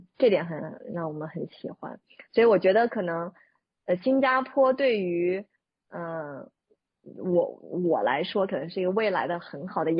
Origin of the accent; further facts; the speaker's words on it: Hainan, China; 因为我是在海南长大的嘛